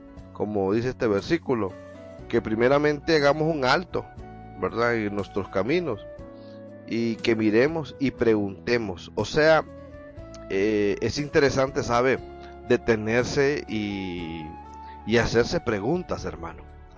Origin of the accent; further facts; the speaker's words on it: Honduras; en mi país, acá Honduras